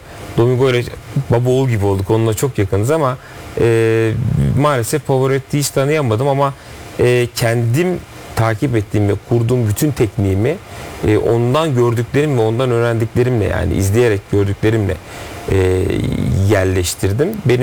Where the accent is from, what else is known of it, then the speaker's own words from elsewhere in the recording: Ankara, Turkey; Biz baba tarafından Ispartalıyız, anne tarafından Aydınlı. Ama doğum bölümüm Ankaralıyım ben.